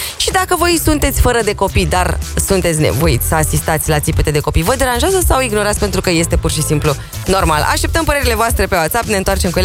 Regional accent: Târgu Jiu, Gorj County, Romania; now in Bucharest, Romania; Când spun la noi, zic, la noi în București, da, am plecat de mulți ani de la Târgu Jiu, stau aici de 10 ani, sunt la noi în București.

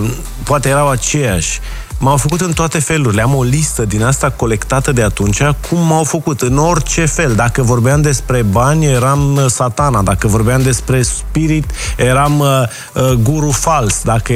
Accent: Romania

